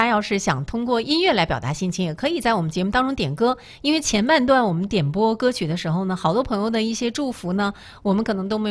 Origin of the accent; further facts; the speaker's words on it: northern China, China; 我觉得咱们的北方人都是非常的热情，而且非常的善良